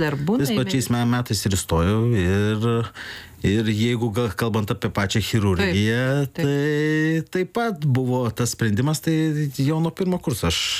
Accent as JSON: {"language": "Lithuanian", "town": "Mažeikiai", "region": "Telšiai County", "country": "Lithuania", "lives_now": "Kaunas, Lithuania", "said": "Taip, esu iš Žemaitijos atvykęs į Kauną."}